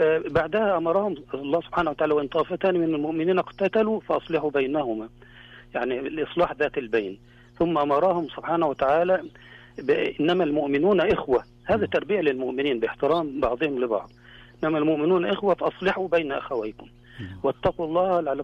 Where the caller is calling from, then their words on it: Medina, Medina Province, Saudi Arabia; من المدينة المنورة